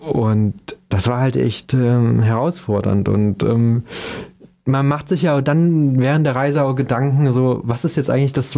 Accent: Germany

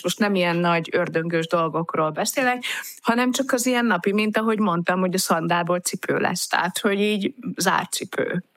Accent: Budapest, Hungary; mert hogy budapesti lévén, és nem akarok ezzel semmi extrát mondani, csak budapesti lévén

